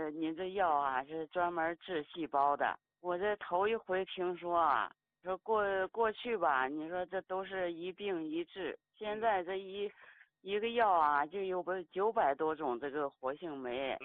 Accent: Hebei, China; 哎，常老师，我是河北的。哎呀，常老师，我今年都80了，我是个老太太呀。

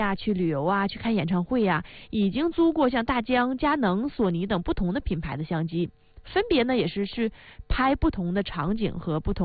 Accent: Northeast China, China; accent: Northeastern dialect; 用我们东北话来说哈，不想大包小裹的。

